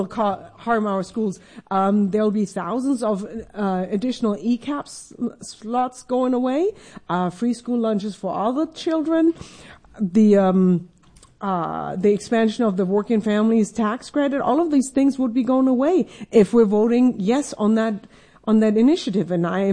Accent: Germany; now in Washington State, United States; I come from Germany

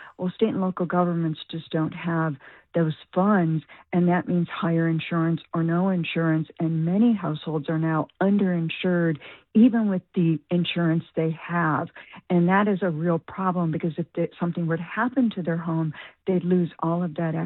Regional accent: Detroit, Michigan, United States; That, of course, was the extreme in the 1970s, which I grew up with in the Detroit area in the 1970s.

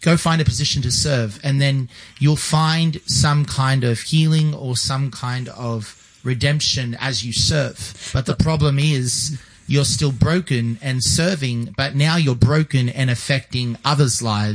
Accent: Australia; as an Australian

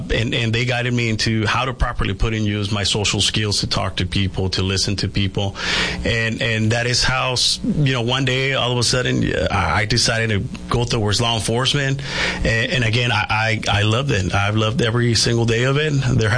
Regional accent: San Luis, Arizona, United States; I am from the area. Like I said, I was born in Yuma. I grew up in between Yuma and San Luis.

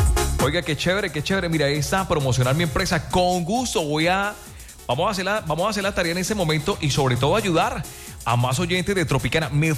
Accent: Cúcuta, Norte de Santander, Colombia

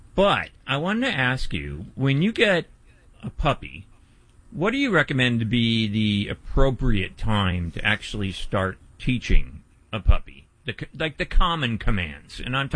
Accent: Pennsylvania, United States; when I grew up in Pennsylvania, way back when I grew up into a hunting family

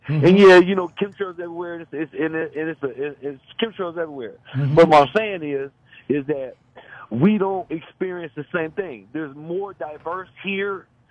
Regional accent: Ohio, United States; I grew up in Ohio, been in Ohio my entire life, and I recently just moved away from Ohio.

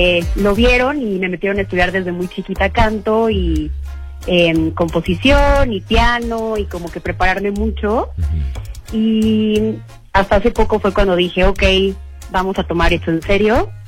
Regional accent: Guadalajara, Jalisco, Mexico; donde yo crecí en Guadalajara, de un círculo muy cerrado.

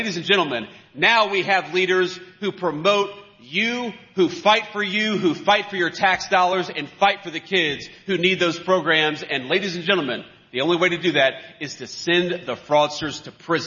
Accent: Middletown, Ohio, United States; as I was growing up in Middletown, Ohio

